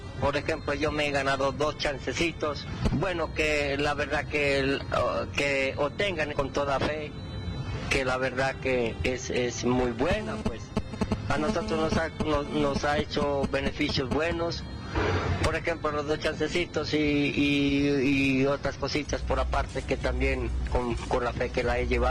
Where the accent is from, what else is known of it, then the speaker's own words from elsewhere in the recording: Samaniego, Nariño, Colombia; yo soy de Nariño, Samaniego.